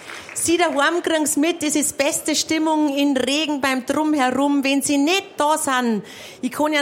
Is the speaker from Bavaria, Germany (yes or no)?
yes; Bavaria, Germany; das ist nämlich meine Heimat auch, ich komme aus dem Chiemgau.